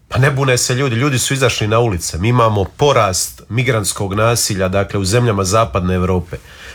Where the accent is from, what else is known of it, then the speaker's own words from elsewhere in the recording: Croatia; Ja ne smatram da sam ja kao Hrvat vrijedniji i da imam veće dostojanstvo od nekog Sudanca.